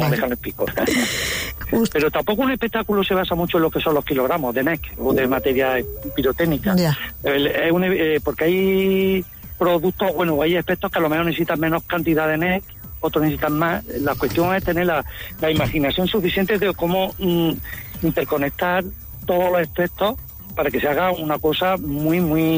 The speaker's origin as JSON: {"language": "Spanish", "town": "Montilla", "region": "Andalusia", "country": "Spain", "said": "aunque yo personalmente soy de Montilla, pero todos los operarios son de aquí de la provincia de..."}